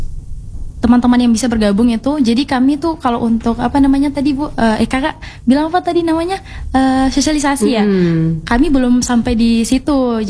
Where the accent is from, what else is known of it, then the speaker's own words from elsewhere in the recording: Ternate, North Maluku, Indonesia; Dari Ternate.